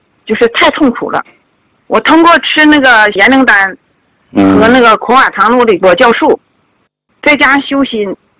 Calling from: Qingdao, Shandong, China; 我来自山东青岛的，

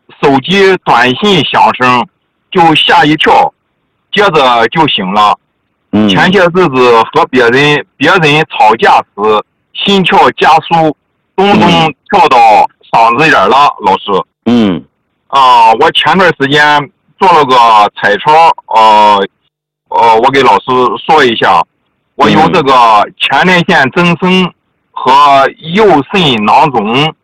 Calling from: Tai'an, Shandong, China; 我是来自泰安一名新学员，

